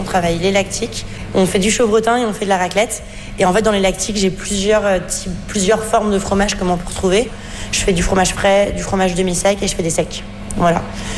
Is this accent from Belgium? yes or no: no; France; now in Argentina; Il y avait encore personne qui s'était installé en Argentine pour faire ça en tant que Français.